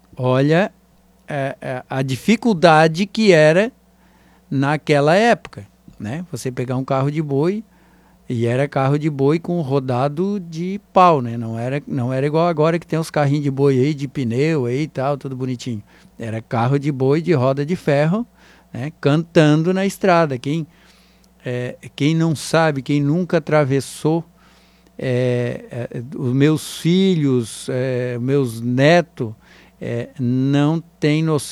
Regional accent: Ermo, Santa Catarina, Brazil; born there; lá na localidade de Garapuvu, município de Ermo, minha comunidade vizinha lá da minha terra lá.

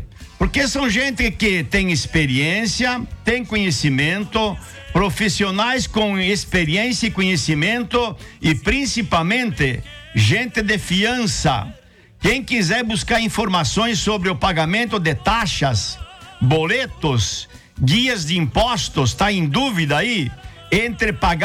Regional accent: Lindóia do Sul, Santa Catarina, Brazil; moved away; lá na minha terra em Linha Alegre, Lindóia do Sul

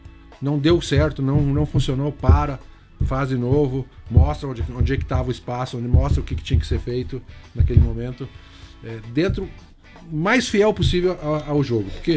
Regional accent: Rio Grande do Sul, Brazil; Eu sou gaúcho, né?

